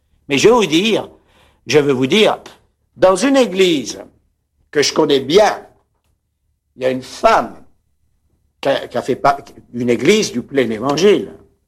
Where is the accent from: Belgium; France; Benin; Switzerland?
France; born there; Moi, je suis né à Trablan, ici à côté.